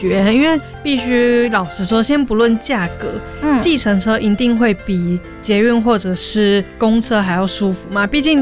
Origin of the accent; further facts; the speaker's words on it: central Taiwan, Taiwan; now in Tamsui, Taiwan; 因为我是中部人嘛